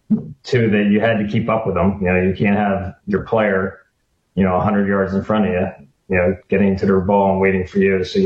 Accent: Mount Holly, New Jersey, United States; Originally from Mount Holly, New Jersey.

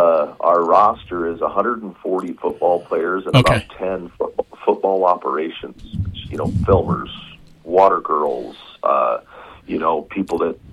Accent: Montana, United States; moved away as an adult; now in Redding, United States; I came from Montana. I have, most of my life was Montana born and raised. Went to school in Montana, went to the University of Montana there.

